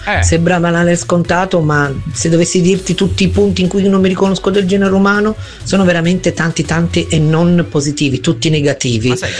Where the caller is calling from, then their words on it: Seregno, Lombardy, Italy; da Seregno.